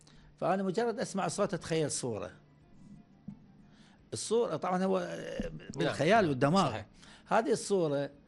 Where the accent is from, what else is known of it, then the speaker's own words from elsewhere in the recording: Southern Iraq, Iraq; احنا عندنا بالجنوب الهور والماي والبحر